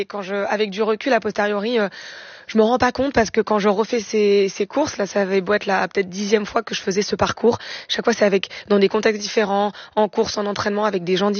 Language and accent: French; Normandy, France; je viens aussi de Normandie, d'un pays plat, et j'ai découvert la montagne à l'âge de 26 ans.